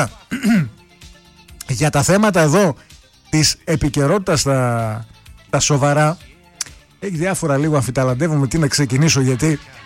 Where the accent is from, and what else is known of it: Greece